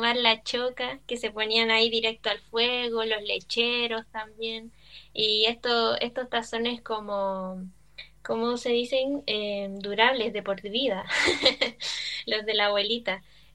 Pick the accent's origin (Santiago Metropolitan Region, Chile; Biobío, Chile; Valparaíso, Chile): Santiago Metropolitan Region, Chile; Santiago; now in Puerto Natales, Chile; yo soy oriunda de Santiago y viví allá harto tiempo, después me devolví